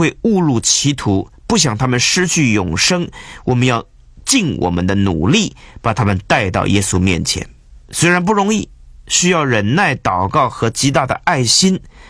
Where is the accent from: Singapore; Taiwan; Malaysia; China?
China; 我们中国人比较含蓄